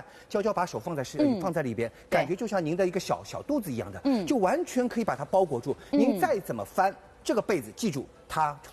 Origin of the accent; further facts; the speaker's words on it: Shanghai, China; 91年我们中华的老字号，是上我们上海人的纺织的骄傲。